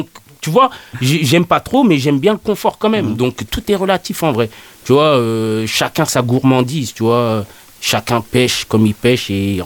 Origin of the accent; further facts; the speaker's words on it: France; born there; je suis né en France, je me sens français